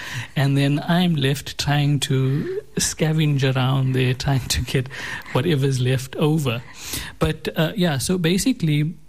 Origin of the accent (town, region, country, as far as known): South Africa